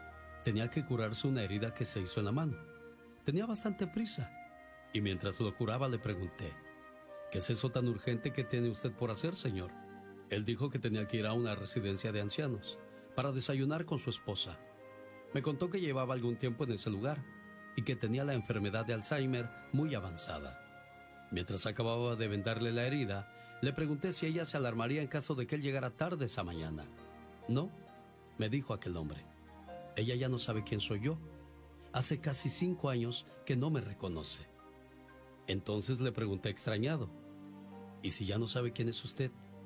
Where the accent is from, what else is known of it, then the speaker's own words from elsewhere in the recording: Veracruz, Mexico; moved away; Salí de Veracruz. Pero Veracruz nunca salió de mí. La nostalgia de mi tierra está con...